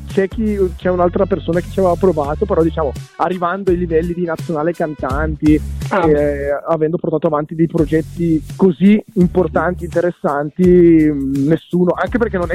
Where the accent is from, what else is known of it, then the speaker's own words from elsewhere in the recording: Lombardy, Italy; accent: Brescian; Sì, si sente dall'accento, sicuramente si sente, non sono di Catanzaro.